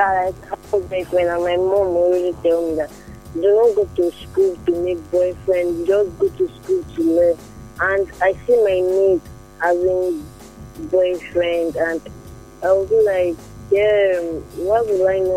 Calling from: South Africa; I'm calling from

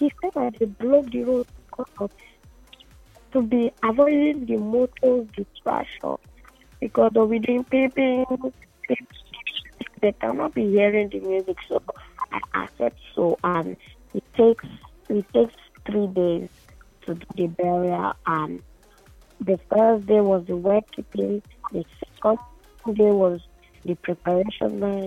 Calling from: Rumuolumeni, Rivers, Nigeria; they don't do burial in my state, River Rumolumi.

